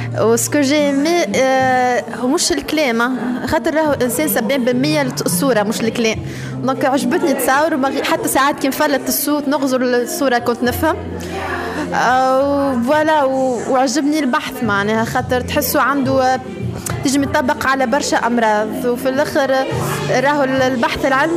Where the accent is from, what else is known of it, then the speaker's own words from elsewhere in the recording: Tunisia; أنت كتونسية